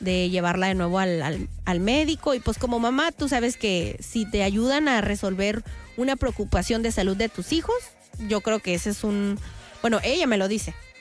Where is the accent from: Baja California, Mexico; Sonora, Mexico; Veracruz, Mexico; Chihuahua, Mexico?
Baja California, Mexico; Tijuana; De mi casa de donde crecí, en Otay.